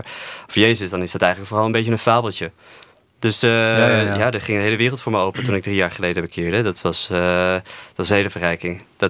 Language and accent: Dutch; North Brabant, Netherlands; Hey, ik kom uit Brabant, dames en heren.